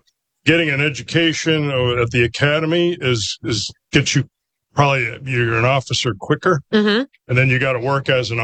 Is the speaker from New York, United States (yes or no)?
yes; Syracuse, New York, United States; also born or lived in Detroit; I'm from upstate New York. I'm from Syracuse.